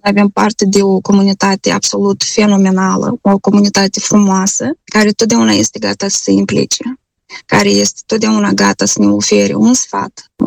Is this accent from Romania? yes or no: no; Moldova; now in Edmonton, Canada; Sunt moldoveni de-a noștri care au înscris copiii la școala respectivă, dar noi, comunitatea noastră, este relativ nouă